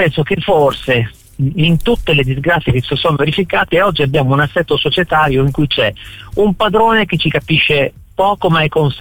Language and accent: Italian; Forlì, Emilia-Romagna, Italy; io sono per i tre quarti di Firenze, sono di Forlì, sono della Viola Club Marco Briganti